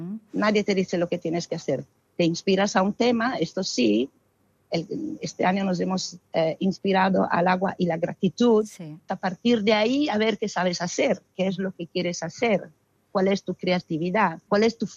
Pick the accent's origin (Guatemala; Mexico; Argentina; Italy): Italy; Spanish is a second language; moved away as an adult; also born or lived in Milan; now in Ibiza, Spain; yo vengo de Italia, sí. Y llevaba una galería de arte muy importante en Milán, sí.